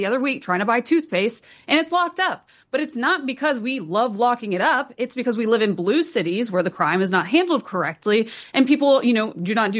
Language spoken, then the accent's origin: English; Georgia, United States; I'm from Georgia, so is Brekka. And if you go to where we're from, that doesn't happen there.